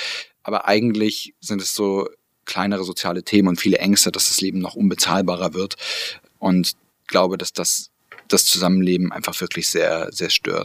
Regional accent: Weißenfels, Saxony-Anhalt, Germany

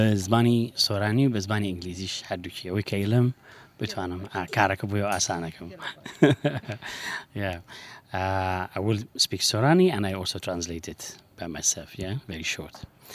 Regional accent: Sulaymaniyah, Kurdistan Region, Iraq; English is a second language; moved away as an adult; now in Sweden; I'm from Bashur in Kurdistan, in the city of Slimani. I born there, I grew up, I studied music, I studied violin, and then I moved to Sweden in 2002

